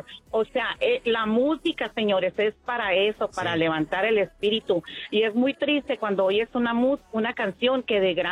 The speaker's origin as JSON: {"language": "Spanish", "town": "Nogales", "region": "Sonora", "country": "Mexico", "said": "Yo soy de Nogales y ya ve que … era de Nogales. Yo crecí oyendo esa música."}